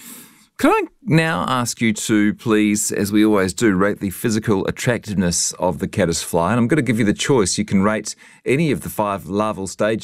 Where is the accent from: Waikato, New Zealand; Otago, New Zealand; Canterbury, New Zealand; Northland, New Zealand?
Waikato, New Zealand; Hamilton; moved away; I'm just excited to be in my hometown, mate. I can't explain it. My wife, she's from Hamilton too.